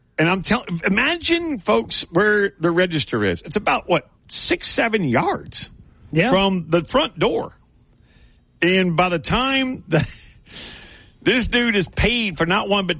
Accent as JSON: {"language": "English", "region": "Louisiana", "country": "United States", "said": "I mean, I'm from Louisiana. I'm from the boot."}